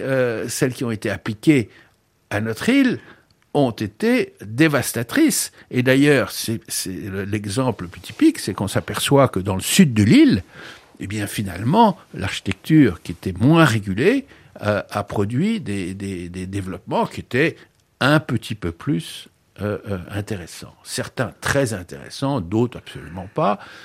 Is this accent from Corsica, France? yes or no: yes; Corsica, France; moved away; Et si j'ai quitté la Corse, c'est quand même pour cette raison.